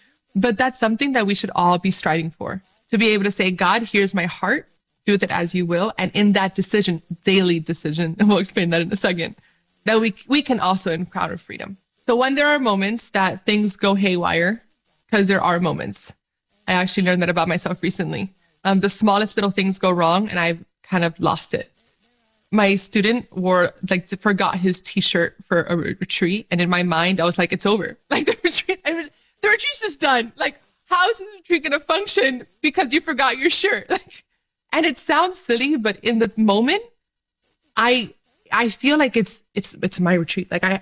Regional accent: Dominican Republic

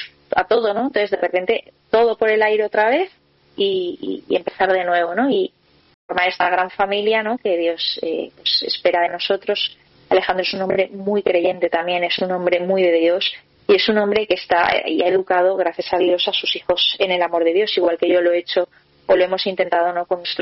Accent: Valencia, Valencian Community, Spain; en un encuentro del que yo tenía en Madrid, yo soy de Valencia, y me fui a Madrid

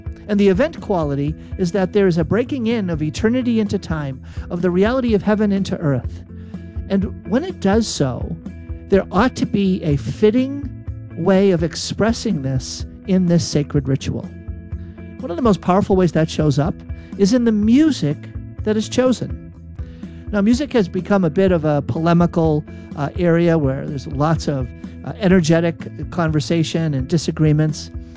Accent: Boston, Massachusetts, United States; I'm actually I'm from Boston originally, though. All the way out here in the Treasure Valley area of Southern Idaho.

